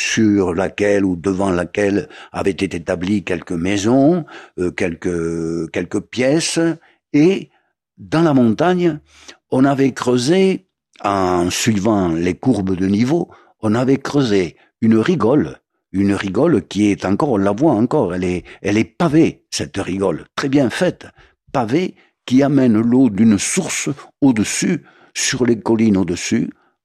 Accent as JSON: {"language": "French", "region": "Brittany", "country": "France", "said": "chez nous, en Bretagne."}